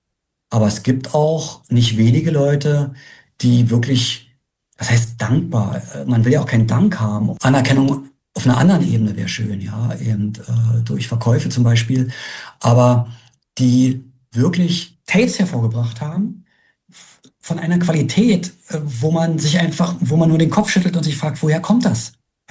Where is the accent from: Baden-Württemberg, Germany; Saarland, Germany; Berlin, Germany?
Berlin, Germany; dass ich als Berliner, wie viele andere, auch ziemlich arrogant war, was den Rest der Republik betraf.